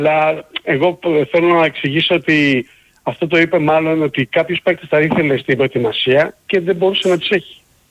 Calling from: Bristol, South West England, United Kingdom; Έλα, Μανώλη … από τον Μπρίστο.

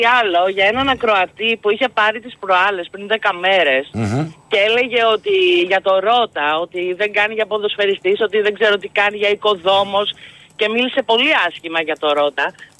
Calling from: Nea Filadelfeia, Attica, Greece; από Νέα Φιλαδέλφια.

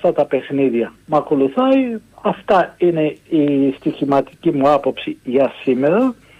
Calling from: Chaidari, Attica, Greece; από το Χαϊδάρι.

